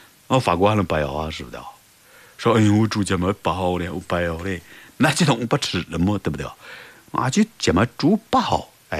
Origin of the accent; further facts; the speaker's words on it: Guangdong, China; 我是广东人